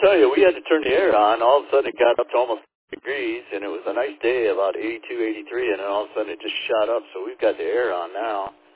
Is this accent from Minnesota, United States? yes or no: yes; Minnesota, United States; So I'm a Minnesotan, so we're a hockey guy up here.